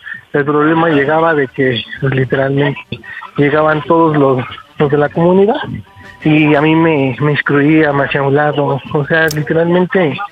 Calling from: Mexico City, Mexico; 33 y aquí de la Venustiano Carranza.

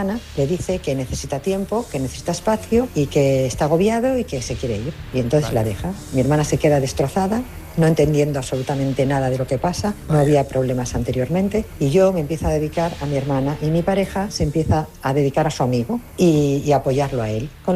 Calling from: A Coruña, Galicia, Spain; soy de La Coruña.

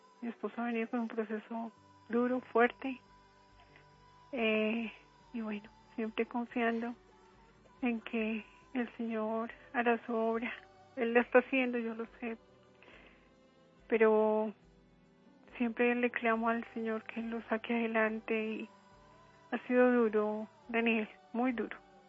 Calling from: Soacha, Cundinamarca, Colombia; Aquí en Soacha

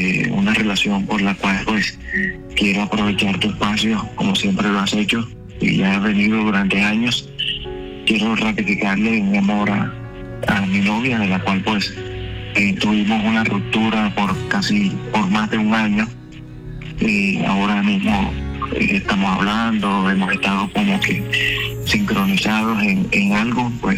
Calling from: Sincelejo, Sucre, Colombia; yo vivo en Sincelejo

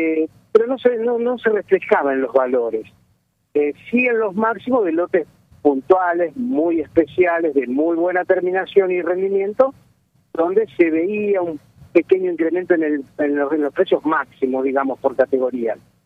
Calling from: Argentina; Somos los argentinos

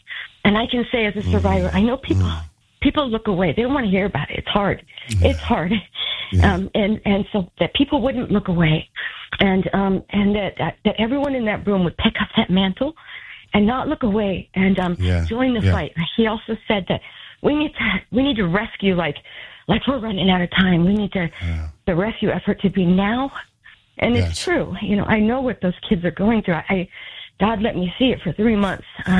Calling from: Spokane, Washington, United States; I'm from Spokane.

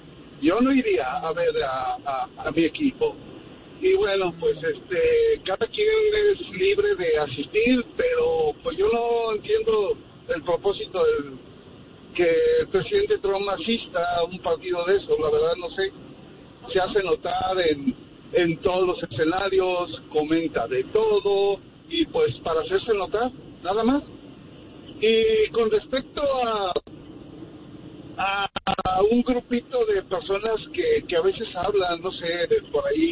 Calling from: Chicago, Illinois, United States; De la ciudad de los vientos, Chicago, Illinois.

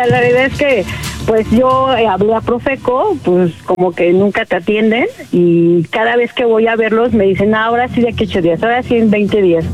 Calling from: Mexico City, Mexico; De la Ciudad de México.

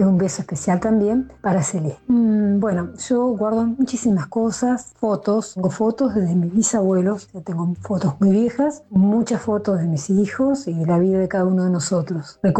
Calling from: Gualeguay, Entre Ríos, Argentina; de Gualeguay

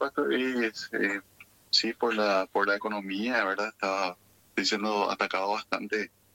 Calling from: Asunción, Paraguay; En Asunción. Asunción es la capital de la República del Paraguay.

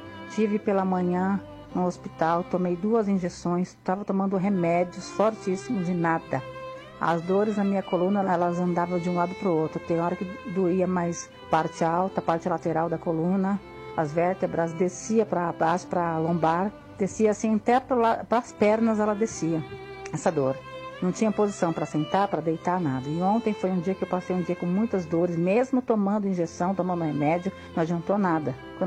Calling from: São Paulo, Brazil; eu sou aqui do ABC.

